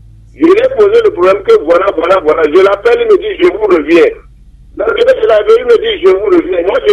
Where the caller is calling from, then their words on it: Parakou, Borgou, Benin; j'appelle de Parapou, de Parou.